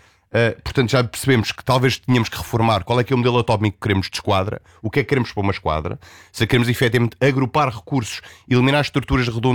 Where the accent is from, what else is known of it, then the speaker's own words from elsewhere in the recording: Centro, Portugal; na minha terra, que eu sou da zona da Beira Baixa